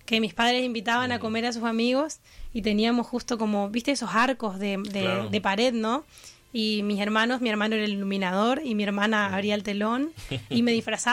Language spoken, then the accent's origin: Spanish; Resistencia, Chaco, Argentina; Como contabas recién, soy de Resistencia, Chaco, pero mis abuelos vinieron de Paraguay.